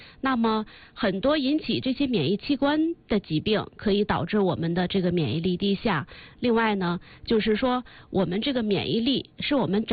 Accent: Northeast China, China; accent: Northeast Mandarin; 或者是特别的，咱们说东北话嘛，就是犯困

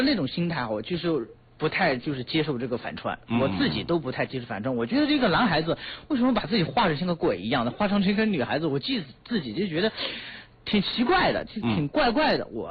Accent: Anhui, China; moved away as an adult; also born or lived in Shanghai; 因为我家是安徽人，我是安徽人农村的，然后出的家乡人，就是出去打工的时候，可能我家离上海特别近，然后我是首先第一个城市就去上海。

